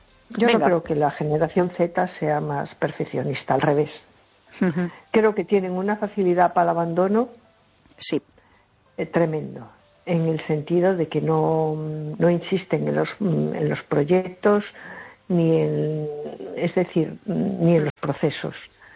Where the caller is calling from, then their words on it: A Coruña, Galicia, Spain; de Coruña.